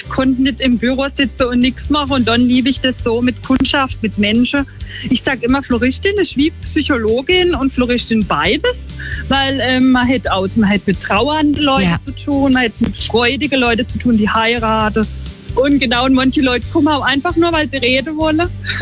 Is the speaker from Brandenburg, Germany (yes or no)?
no; Schonach im Schwarzwald, Baden-Württemberg, Germany; ich komme aus Schonach im Schwarzwald